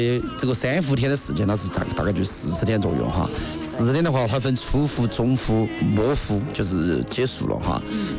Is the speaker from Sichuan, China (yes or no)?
yes; Sichuan, China; 咱们四川是不可能清淡的